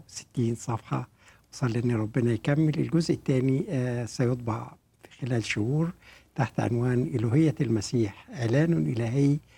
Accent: Egypt; عندنا في مصر الالتزام بالمواعيد قضية

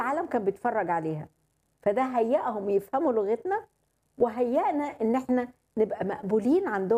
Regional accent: Egypt

